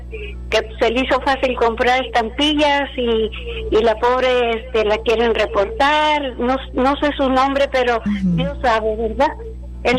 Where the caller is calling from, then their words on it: Weslaco, Texas, United States; De aquí, de Huéslaco.